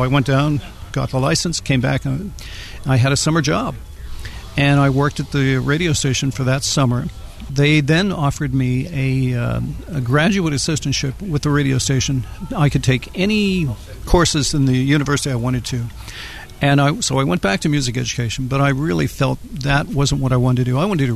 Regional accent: Butler, Pennsylvania, United States; now in New York City, United States; I'm a recording engineer and producer. I'm a Duquesne University graduate, and born and raised in Butler, Pennsylvania. So I'm a proud Western Pennsylvania project here. And I now live in New York City

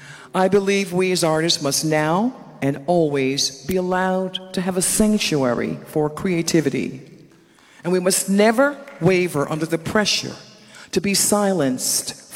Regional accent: Perrine, Florida, United States; Some of my earliest childhood memories in my hometown of Perrine in Richmond Heights, Florida, are on Sunday mornings listening to my grandmother lead the church in song and praise

